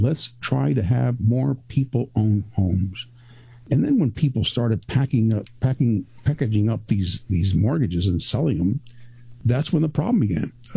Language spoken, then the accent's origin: English; Mexico; born or raised there; also born or lived in Cuba